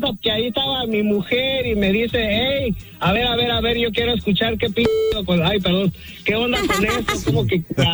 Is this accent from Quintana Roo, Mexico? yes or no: no; Michoacán, Mexico; No, allá desde mi tierra natal, Michoacán, vale.